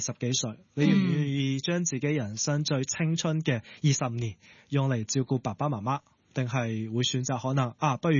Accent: Hong Kong; 不过我哋香港人咧都有一个好特别嘅文化，就系俾家用。

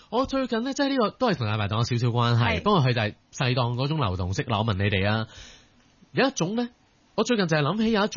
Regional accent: Lok Fu, Kowloon, Hong Kong; 因为我喺乐富长大

